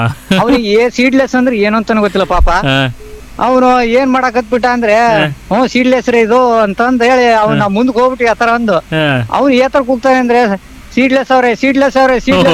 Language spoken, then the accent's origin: Kannada; Karnataka, India; born there; ಹಿಂದೆ ನಾವು ಸಣ್ಣ ಮಕ್ಳಿದ್ದಾಗ ನಮ್ಮ ಹಳೆಕಟ್ಟೆ ಇದೆ ಒಂದು ಊರ ಮಧ್ಯದಲ್ಲಿ